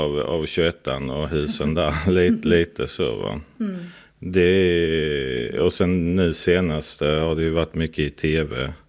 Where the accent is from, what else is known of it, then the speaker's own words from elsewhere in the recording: Hässleholm, Skåne, Sweden; born there; also born or lived in Helsingborg; now in Perstorp, Sweden; Mycket färgas att jag är född i Hässleholm.